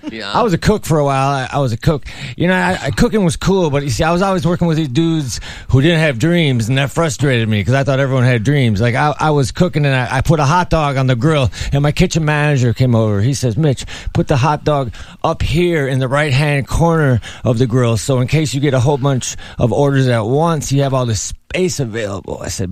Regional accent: Minnesota, United States; I come from Minnesota, so it was obviously snowy in the winter.

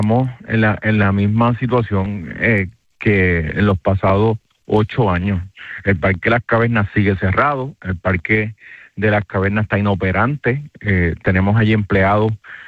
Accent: Camuy, Puerto Rico; por supuesto de mi pueblo de Camuy.

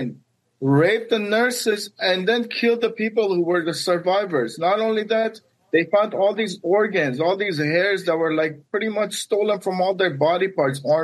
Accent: Iran; now in United States; Well, it wasn't fun growing up in Iran.

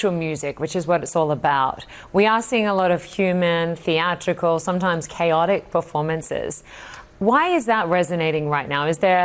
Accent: Australia; Of course, my home country of Australia is represented

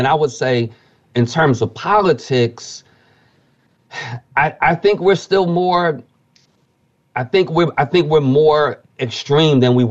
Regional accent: Philadelphia, Pennsylvania, United States; I'm from Philadelphia, as you know.

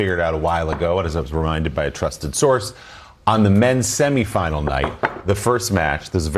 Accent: New Jersey, United States; I grew up in New Jersey watching those same games you were watching.

